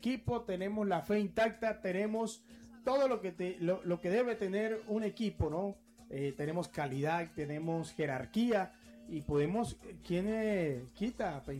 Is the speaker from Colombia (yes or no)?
yes; Colombia; Hay algo que siempre nos une como colombianos y es la Selección Colombia.